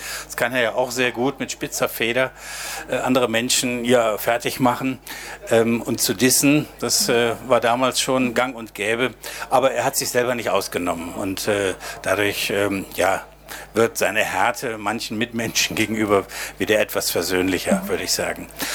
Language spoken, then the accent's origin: German; Düsseldorf, North Rhine-Westphalia, Germany; ich bin Düsseldorfer, Heinrich Heine auch.